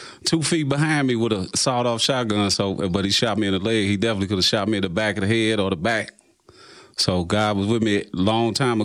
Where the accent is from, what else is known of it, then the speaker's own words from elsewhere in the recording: St. Louis, Missouri, United States; I'm from St. Louis and always was going back and forth between St. Louis and East St. Louis.